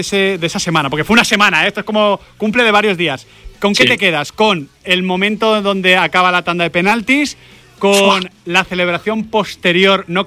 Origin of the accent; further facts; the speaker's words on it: Madrid, Community of Madrid, Spain; nosotros somos madrileños y tal.